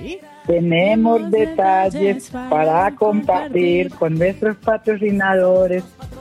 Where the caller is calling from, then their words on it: Antioquia, Colombia; Sí, señora, yo soy acá de Chorros Blancos arriba.